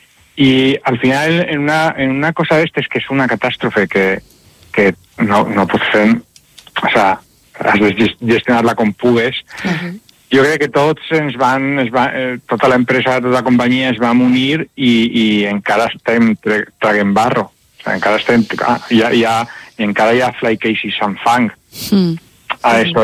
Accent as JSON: {"language": "Catalan", "region": "Valencian Community", "country": "Spain", "also_born_or_lived": "Madrid", "moved": "as an adult", "said": "com a valencià, i que jo vaig estudiar a Madrid i vaig tenir una carrera a Madrid i me'n vaig tornar"}